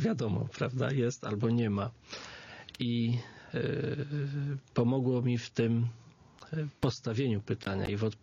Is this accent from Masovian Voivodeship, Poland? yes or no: yes; Warsaw, Masovian Voivodeship, Poland; Po kolei miasto, Warszawa. Warszawa, samo